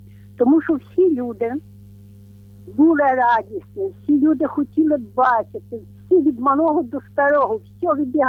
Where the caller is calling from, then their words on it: Lviv, Lviv Oblast, Ukraine; Я зі Львова